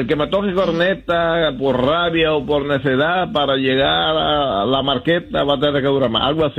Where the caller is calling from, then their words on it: New York, United States; Yo manejo acá en Nueva York